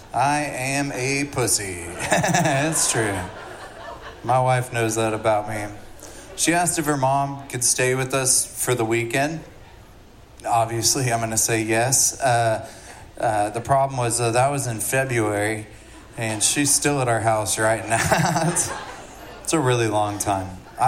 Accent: Poteau, Oklahoma, United States; I'm from Poto

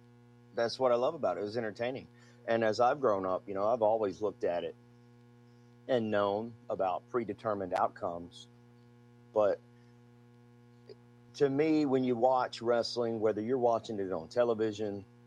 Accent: Mobile, Alabama, United States; I grew up, I'm from Mobile, Alabama, still based in Mobile, Alabama. But there's, you know, there's different little towns inside of Mobile. And when I was a kid, I grew up in a little area called Tanner Williams

